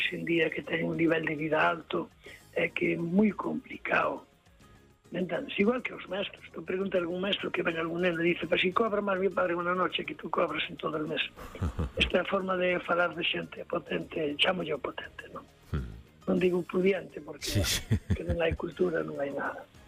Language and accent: Galician; Santiago de Compostela, Galicia, Spain; eu criei-me en Santiago, meu padre foi a meu de Coruña a traballar ao Hospital Provincial, o vello de Santiago, cando se inaugurou, traballaba ali, eu nací ali, meu pai traballaba ali, tuve en contacto ali con todo o mundo, bueno, criei-me ali